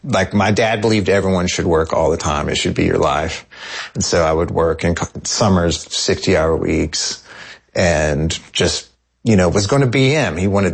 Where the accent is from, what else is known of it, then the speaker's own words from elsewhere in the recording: Kentucky, United States; because I grew up in Eastern Kentucky. So we had a pretty homogenous school, and everyone was pretty much the same.